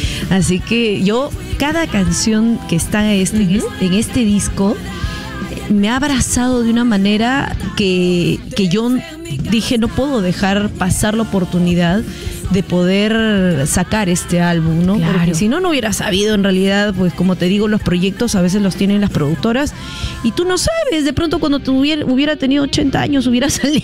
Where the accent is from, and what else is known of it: Peru